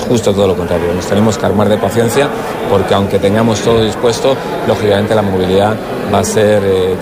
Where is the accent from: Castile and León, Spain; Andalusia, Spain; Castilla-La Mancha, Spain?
Castile and León, Spain; Ávila; no somos madrileños, los abulenses estamos acostumbrados a tardar 5 minutos en hacer cualquier gestión y regresar 10 minutos